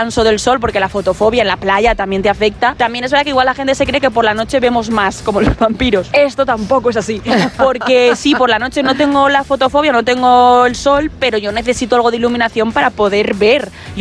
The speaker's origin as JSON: {"language": "Spanish", "region": "Valencian Community", "country": "Spain", "said": "mira, es que mi país es el mismo que el tuyo, soy de España, soy valenciana."}